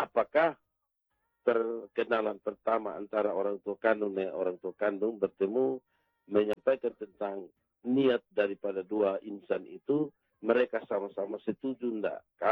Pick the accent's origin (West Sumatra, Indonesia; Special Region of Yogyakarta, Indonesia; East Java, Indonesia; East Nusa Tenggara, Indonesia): East Nusa Tenggara, Indonesia; Tunbaun; Saya sementara di kampung saya di Desa Tunbaun.